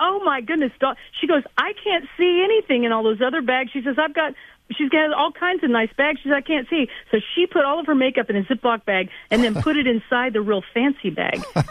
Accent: Greentop, Missouri, United States; I'm from Greentop, Missouri

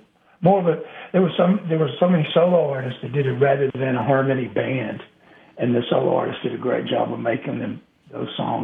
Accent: Texas, United States; Where I grew up in East Texas, we had equal parts Mexican and great Cajun food.

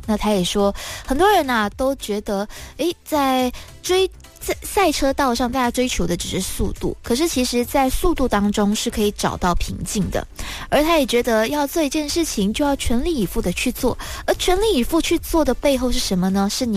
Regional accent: Malaysia; 有作为马来西亚人的自豪

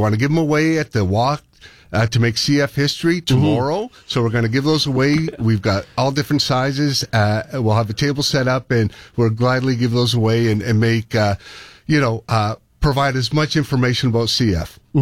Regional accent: Leamington, Ontario, Canada; now in Windsor, Canada; And we're from the Windsor area. We actually grew up in Leamington, Ontario.

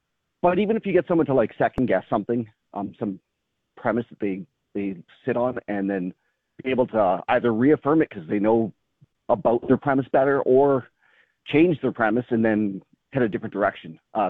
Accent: Canada; Then the trucker hat, because I'm Canadian.

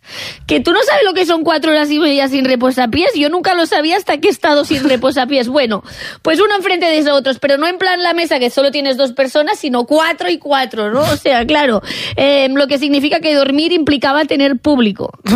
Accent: Catalonia, Spain; porque ya sabemos que soy catalana.

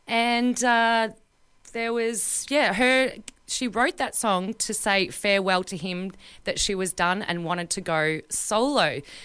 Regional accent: Melbourne, Victoria, Australia; So I'm from Melbourne and we've got different things over there.

